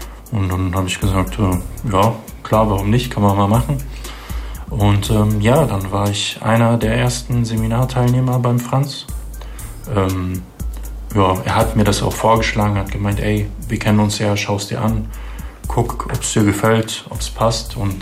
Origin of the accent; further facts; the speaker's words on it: Lebanon; now in Oberursel, Germany; Also ich komme selber aus dem Libanon.